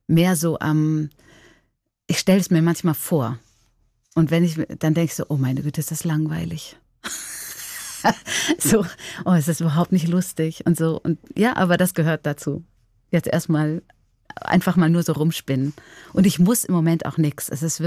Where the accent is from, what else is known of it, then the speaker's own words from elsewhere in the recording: Germany; now in Kollbrunn, Switzerland; Ich bin eine Deutsche und ich wohne in Kolbrunn.